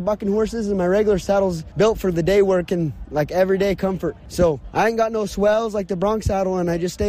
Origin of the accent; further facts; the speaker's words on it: Leamington, Utah, United States; I'm from Leamington, Utah. I was cowboying for a little while.